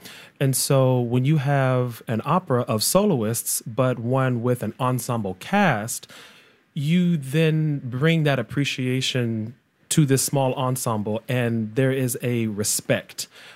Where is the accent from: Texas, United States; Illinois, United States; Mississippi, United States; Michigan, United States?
Texas, United States; As one who also has a background in choral music, growing up in Texas, huge choral state.